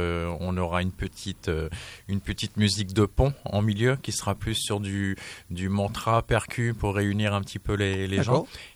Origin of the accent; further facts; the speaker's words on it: Carcassonne, Occitanie, France; Je suis originaire de Carcassonne.